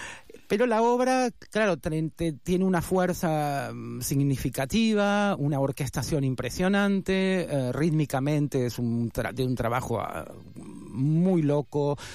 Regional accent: Béccar, Buenos Aires Province, Argentina; moved away as an adult; En Buenos Aires, en Palermo, pero viví toda la vida en Bécar, San Isidro.

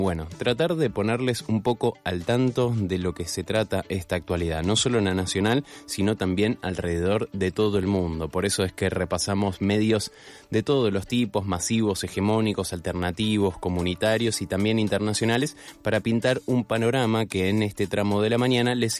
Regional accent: Argentina; Yo no conozco Londres, pero siempre es la referencia, ¿no? Un poco que me hace ruido siendo tan argentina

